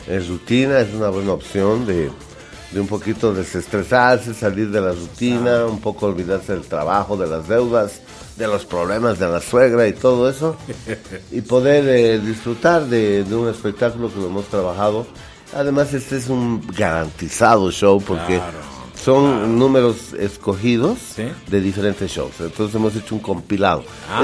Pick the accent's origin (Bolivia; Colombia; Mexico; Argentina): Bolivia; Cochabamba; Todos habíamos sido cochabambinos.